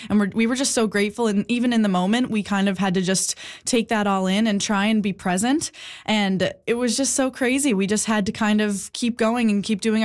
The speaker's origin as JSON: {"language": "English", "town": "Bay Roberts", "region": "Newfoundland and Labrador", "country": "Canada", "said": "So that's like, we're both from Bay Roberts, so that's like in our area."}